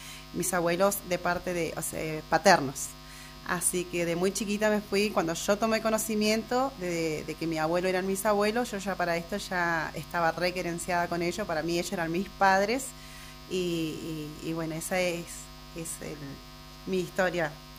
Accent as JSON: {"language": "Spanish", "town": "Mencué", "region": "Río Negro", "country": "Argentina", "tie": "born or raised there", "moved": "yes", "said": "los recuerdos que yo tengo de mi crianza en Mencué, o sea, el pueblito de Mencué, para mí es mi raíz, es mi pueblo, es todo"}